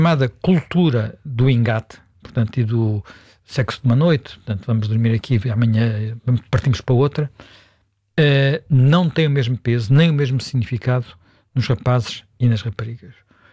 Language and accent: Portuguese; Lisbon, Portugal; born there